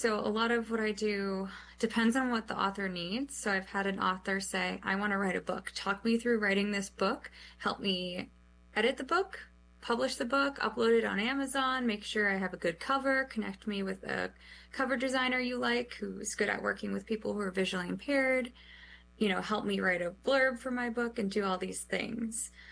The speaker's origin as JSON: {"language": "English", "town": "Boston", "region": "Massachusetts", "country": "United States", "said": "Wicked is because I'm from Boston."}